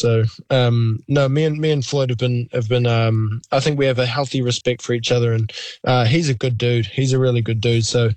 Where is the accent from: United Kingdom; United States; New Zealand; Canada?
New Zealand; now in Australia; So I'm so grateful that I can be just across the ditch and still be considered the hometown hero.